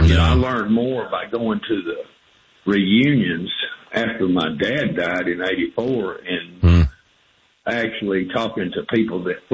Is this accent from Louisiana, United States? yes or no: no; Bangor, Maine, United States; born there; also born or lived in Mississippi; I was born in Bangor, Maine. They say I was a maniac, but then I moved to Mississippi, and I was in the later part of my dad's career.